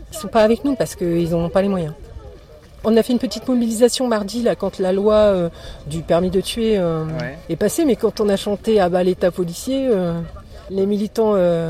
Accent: Le Havre, Normandy, France

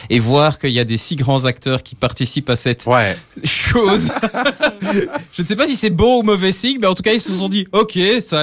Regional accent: Belgium; je viens de Belgique.

